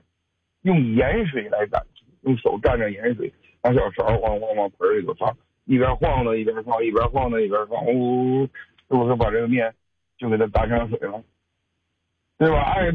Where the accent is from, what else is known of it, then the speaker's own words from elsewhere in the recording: Wafangdian, Liaoning, China; 你说我大连瓦房店，我家老家瓦房店的